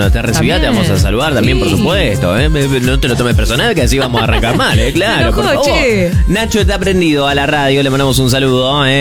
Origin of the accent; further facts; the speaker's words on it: Correa, Santa Fe, Argentina; Volviendo de Villa María, escuchando la vida, somos de Correa Santa Fe, así que muy bien.